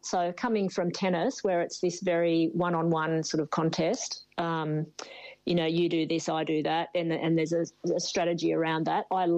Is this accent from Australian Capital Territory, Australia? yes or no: no; Newcastle, New South Wales, Australia; Yeah, so growing up in Newcastle, there was probably two things around that time that were important.